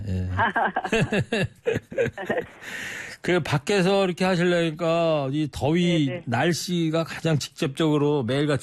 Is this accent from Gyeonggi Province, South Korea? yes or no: yes; Anseong, Gyeonggi Province, South Korea; 저 같은 경우에 이제 경기도 안성에 어렸을 때 거기서 자랐으니까, 시골이니까